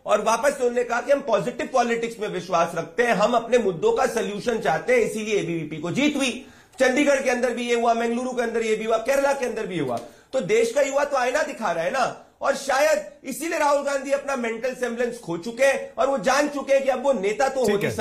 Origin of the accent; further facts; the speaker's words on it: Indore, Madhya Pradesh, India; मैं इंदौर से आता हूं